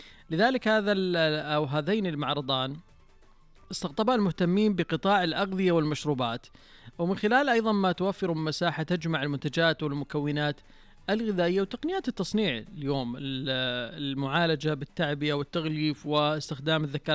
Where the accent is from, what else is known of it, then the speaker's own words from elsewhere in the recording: Saudi Arabia; تفرحنا كسعوديين